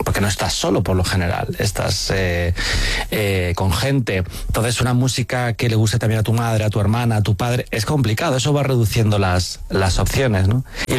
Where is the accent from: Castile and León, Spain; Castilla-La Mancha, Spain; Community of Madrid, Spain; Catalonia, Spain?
Community of Madrid, Spain; Alcorcón; y cuando decían, ¿tú de dónde eres? Yo decía, Alcorcón, la gente era como... ¿Sabes? En plan, como que les parecía gracioso ser de Alcorcón. Y yo, ¿qué pasa? En plan, para mí ser de Alcorcón era normal.